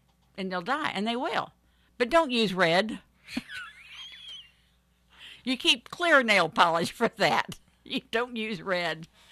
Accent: Florida, United States; I grew up in South Florida.

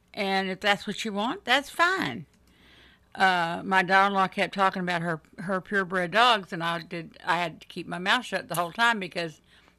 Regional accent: Florida, United States; I grew up in South Florida, mm-hmm. Down around Tampa.

